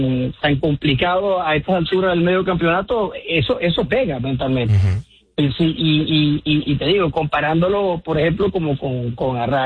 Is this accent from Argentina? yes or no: no; Venezuela; Hey, Luis, soy yanquista de corazón, pero también soy venezolano